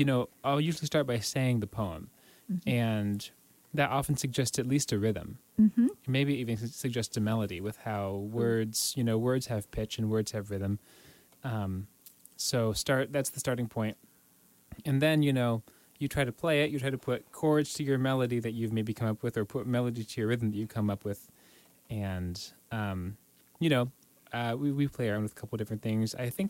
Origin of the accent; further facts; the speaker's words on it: Indiana, United States; The words are by a poet from Indiana, actually, from my home state, James Whitcomb Riley.